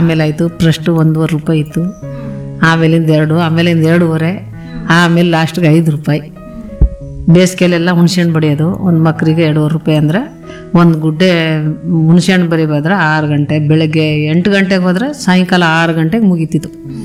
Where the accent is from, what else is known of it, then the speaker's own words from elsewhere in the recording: Siddapura, Karnataka, India; Siddapura ಪುಟ್ಟಿವೈ.